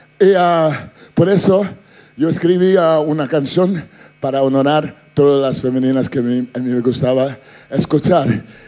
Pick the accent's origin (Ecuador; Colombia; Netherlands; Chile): Netherlands; Spanish is a second language; now in Barcelona, Spain; Y, yo soy de Holanda. Pero vivo en Barcelona.